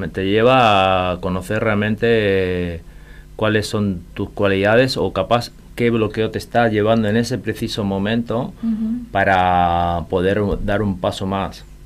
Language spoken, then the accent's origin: Spanish; Posadas, Misiones, Argentina; born there; moved away as an adult; also born or lived in Barcelona, Spain; soy español, nacido en español, pero en España, Barcelona. Pero de pequeño mis padres hicieron una aventura y yo con 8 años viví 11 años aquí en Posada.